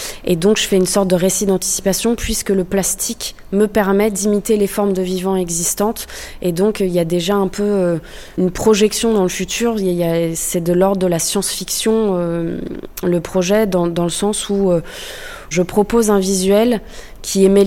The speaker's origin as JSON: {"language": "French", "region": "Brittany", "country": "France", "lives_now": "Saint-Malo, France"}